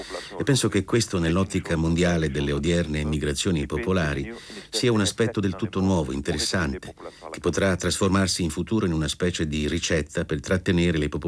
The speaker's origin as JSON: {"language": "Italian", "country": "Brazil", "said": "Poter dedicarmi ai contadini del Brasile, al mio paese, tutto questo mi interessa particolarmente"}